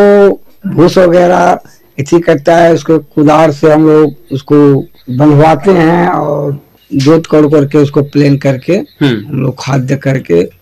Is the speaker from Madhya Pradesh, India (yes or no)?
no; Jharkhand, India; प्रखंड कटकम सानले, जिला हजारीबाग के रहने वाले हूँ।